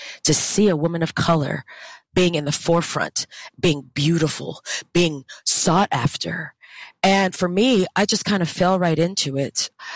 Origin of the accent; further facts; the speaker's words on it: El Paso, Texas, United States; moved away; I'm from El Paso, Texas, and I moved here when it was supposed to be the big old Hollywood of the East.